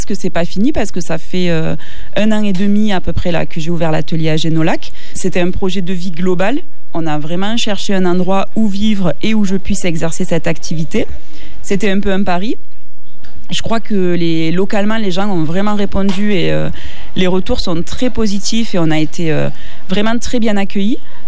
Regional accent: Occitanie, France; Alors moi, je suis originaire de Saint-Laurent-des-Gouzes, c'est pour ça, d'où mon accent.

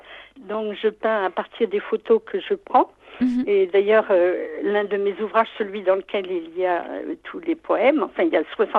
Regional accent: Versailles, Île-de-France, France; je raconte toute mon enfance à Versailles

